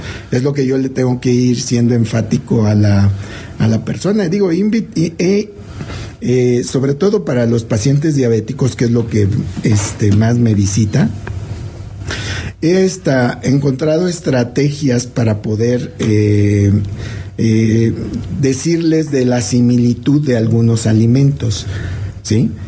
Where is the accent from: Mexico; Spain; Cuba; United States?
Mexico; nosotros comemos tortillas porque somos mexicanos